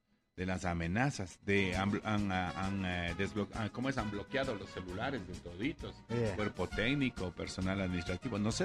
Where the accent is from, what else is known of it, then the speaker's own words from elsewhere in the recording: Ecuador; Nosotros como ecuatorianos